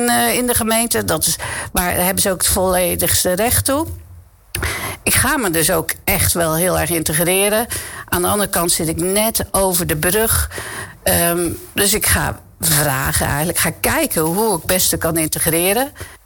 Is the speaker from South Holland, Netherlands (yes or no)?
yes; Dordrecht, South Holland, Netherlands; Ik ben geboren en getogen in Dordrecht. Maar ja, dat kan je bijna niet loszien van Papendrecht.